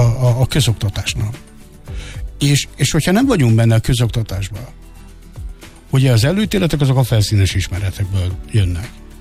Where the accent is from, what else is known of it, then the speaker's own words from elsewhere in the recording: Hungary; Mi magyarok vagyunk.